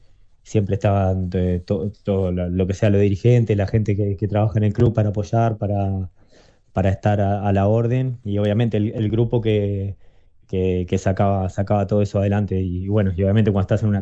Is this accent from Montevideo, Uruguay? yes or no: yes; Montevideo, Uruguay; Y soy en la adolescencia en Punta Gorda, la verdad que fui bastante nómade